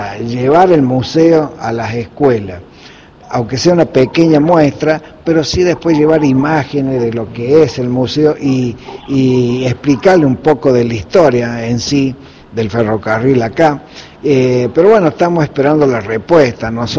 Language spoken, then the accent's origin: Spanish; Argentina; como argentino y como ferroviario.